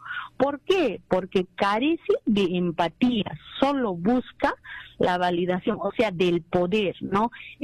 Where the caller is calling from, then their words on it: Tacna, Peru; Me comunico desde Tacna.